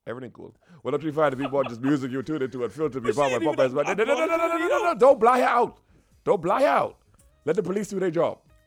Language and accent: English; Nassau, New Providence, Bahamas; I was born in Nassau, Bahamas, at Princess Margaret Hospital, right. Burdett, Norwich. I was christened in St. George's. I went to Bethel Baptist Church. I was raised in the King's Way.